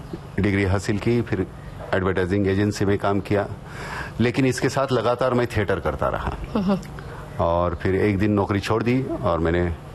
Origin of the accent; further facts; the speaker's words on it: Murud Janjira, Maharashtra, India; मेरा बचपन गांव में बीता, मुरुड जंजिरा में, पहली से सातवीं तक।